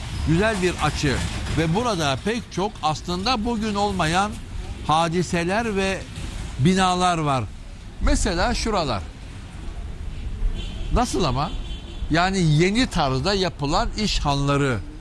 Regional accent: Istanbul, Turkey; Ben Cerrahpaşa doğumluyum. Kumkapı'da, Yenikapı'da, Kadırga'da, Laleli'de caddelerin ve sokakların insanlarla dolu olduğu günleri biliyorum. Kadırga sokaklarına top oynamaya gittiğimiz günleri biliyorum.

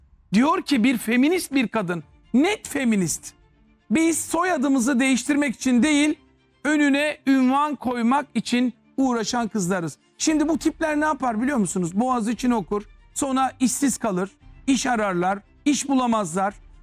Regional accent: Ankara, Turkey; Ben bir Türk'üm, ben bir Ankaralıyım.

